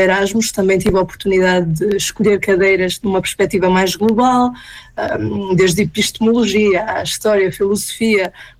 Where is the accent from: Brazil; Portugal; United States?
Portugal; Ponte da Barca, Arcos de Valdevez, Norte; moved away as an adult; na zona de Ponte da Barca, Arcos de Valdevez, de onde eu sou natural